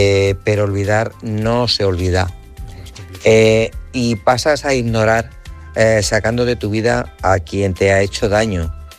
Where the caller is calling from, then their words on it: Guadalajara, Castilla-La Mancha, Spain; de Guadalajara.